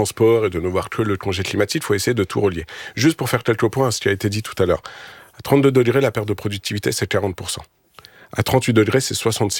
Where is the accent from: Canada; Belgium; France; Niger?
France; Paris, Île-de-France; born there; si je prends la ville de Paris, parce que je suis parisien de naissance